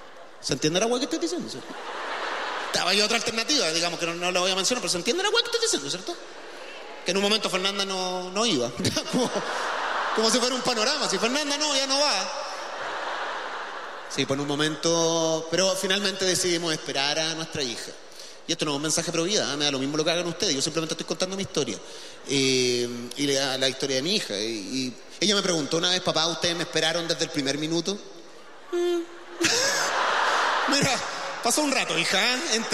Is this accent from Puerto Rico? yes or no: no; Chile; Como que cada vez como chilenos queremos cambiarlo todo